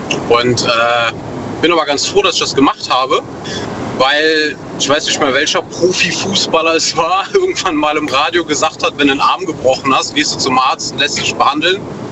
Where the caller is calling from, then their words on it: North Rhine-Westphalia, Germany; Aus der Eifel, NRW.